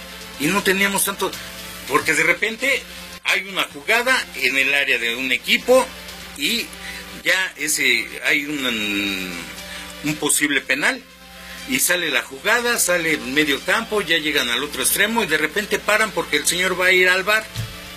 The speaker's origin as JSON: {"language": "Spanish", "country": "Mexico"}